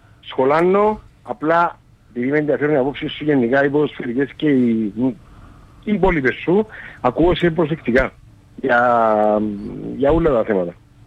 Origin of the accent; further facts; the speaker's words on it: Limassol, Limassol District, Cyprus; Μόνιμος κάτοικος Λεμεσού και γέννημα θέμα Λεμεσού.